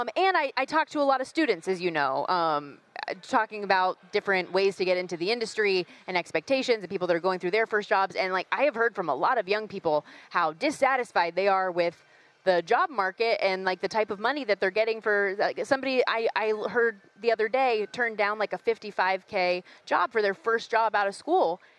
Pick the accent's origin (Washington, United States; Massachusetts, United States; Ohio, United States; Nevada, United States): Nevada, United States; Las Vegas; I grew up in Vegas, obviously